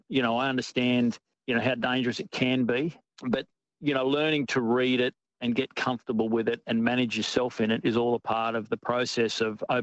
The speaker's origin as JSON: {"language": "English", "region": "Queensland", "country": "Australia", "tie": "born or raised there", "said": "mum and dad moved down to the sunny coast when I was 6 months old. So all of the life I can remember, the memories start here on the coast"}